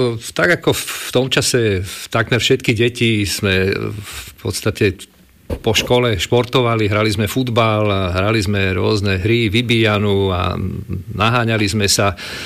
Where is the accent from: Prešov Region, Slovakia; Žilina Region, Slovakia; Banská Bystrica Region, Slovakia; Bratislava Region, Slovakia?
Bratislava Region, Slovakia; Bratislava; also born or lived in Nitra; Áno, tak Nitra je moje rodisko, to samozrejme mám v rodnom liste napísané, aj moja rodina z maminej strany odtiaľ pochádza, ale celý život som prežil vlastne v Bratislave, takže som Bratislavčan, nemôžem povedať rodený, ale mám vzťah v Bratislave ako veľmi silný. No a v Lamači bývam takmer 30 rokov